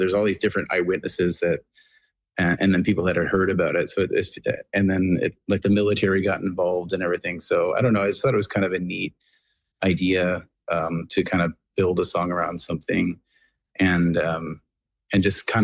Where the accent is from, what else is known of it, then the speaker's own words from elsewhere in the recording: Nova Scotia, Canada; I heard about the story, but I didn't realize how close it was to my hometown.